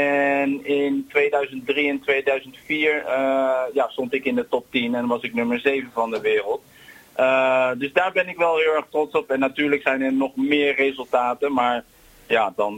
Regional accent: Gouda, South Holland, Netherlands; Geboren en getogen in Gouda

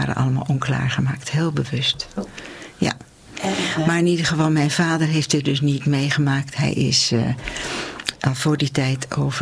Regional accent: Gouda, South Holland, Netherlands; Geboren en getogen in Gouda.

